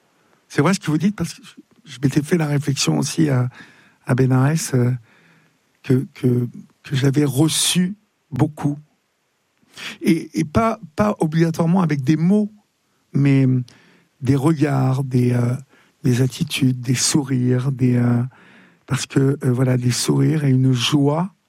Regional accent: Normandy, France; je suis normand

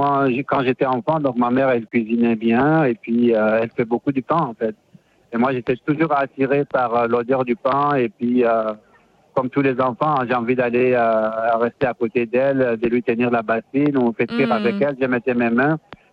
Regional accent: Algeria; moved away as an adult; now in Montpellier, France; Et puis, quand j'ai quitté l'Algérie, je suis venu en France et je me suis retrouvé à Montpellier.

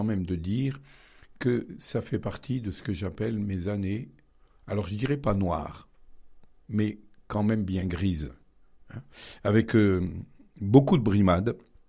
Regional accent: Baternay, Auvergne-Rhône-Alpes, France; born there; Alors, je suis né à Baternay, je suis un petit village du nord de Rome.

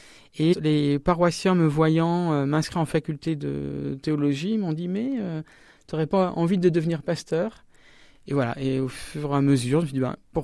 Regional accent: Poitiers, Nouvelle-Aquitaine, France; J'ai grandi à Poitiers

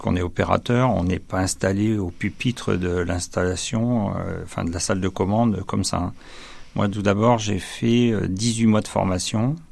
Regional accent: Jonzac, Nouvelle-Aquitaine, France; Alors, moi, je suis Charentais. Je suis né à Jonzac, en Charente-Maritime.

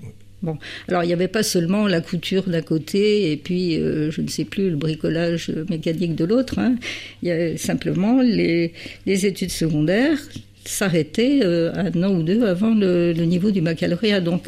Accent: Grand Est, France; On est d'abord Vosgien avant d'être Lorrain. On est Lorrain par héritage de propriété, comme on dit.

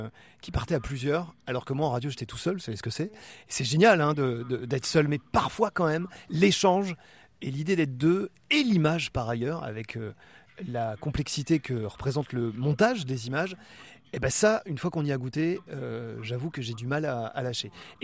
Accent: Brittany, France; moved away as an adult; j'étais plus que jamais Breton. Et quand on me demande d'où vous venez, je dis « the west coast of France », la Bretagne

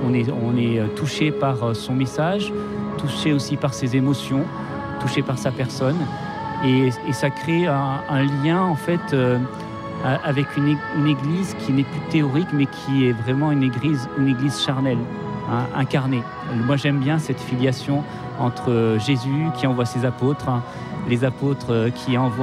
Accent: Nouvelle-Aquitaine, France; On arrive d'un petit village pas très loin de Pau. Donc on est dans une terre où on est familier de la Vierge Marie, notamment de Lourdes

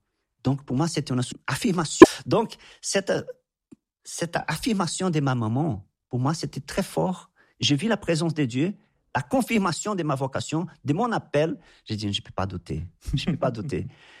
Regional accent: Anápolis, Goiás, Brazil; C'était justement là où j'ai retourné chez moi, à Goiás, à Napolis.

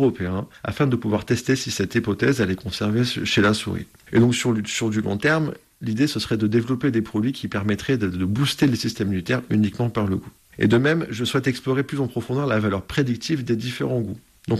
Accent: Toulouse, Occitanie, France; Alors, donc à l'origine, je suis de Toulouse, donc j'ai fait mes études à l'université de Toulouse Paul Sabatier.

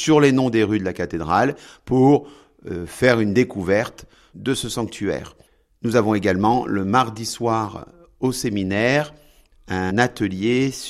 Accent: Carcassonne, Occitanie, France; born or raised there; moved away

